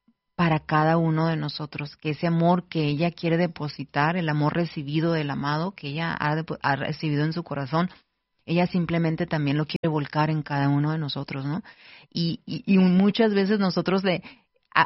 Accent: Mexico; nosotros como nación mexicana

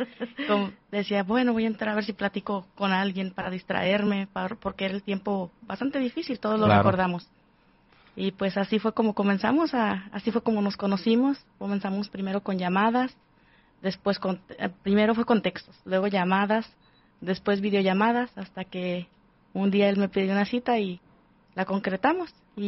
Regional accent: Zacatecas, Mexico; Yo soy de Zacatecas, México, y él es de Colima.

